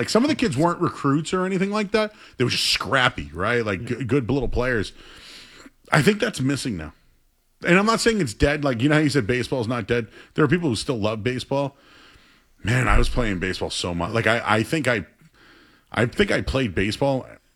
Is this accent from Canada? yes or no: no; Boston, Massachusetts, United States; I grew up near the George Wright.